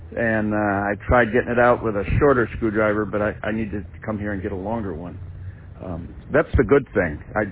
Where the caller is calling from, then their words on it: Fairbanks, Alaska, United States; It's a beautiful day here in Fairbanks. I'm sitting in front of Lowe's.